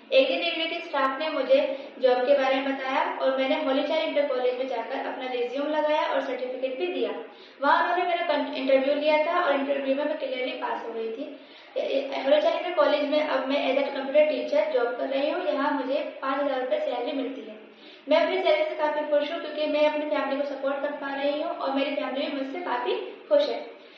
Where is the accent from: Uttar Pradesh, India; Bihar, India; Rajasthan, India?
Uttar Pradesh, India; Rampur; मैं PWD colony बदौरी टोला रामपुर उत्तर प्रदेश की रहने वाली हूँ।